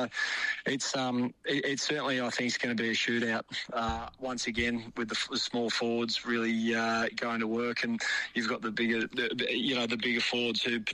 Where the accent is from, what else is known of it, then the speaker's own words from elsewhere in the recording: Queensland, Australia; I grew up in Queensland playing footy, but premierships have driven junior membership, but just the overall excitement of it.